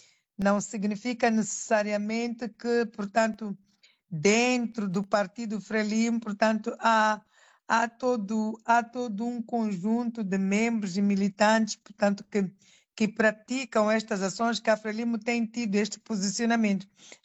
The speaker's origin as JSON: {"language": "Portuguese", "country": "Mozambique", "said": "é uma mensagem que toca a todos nós enquanto moçambicanos."}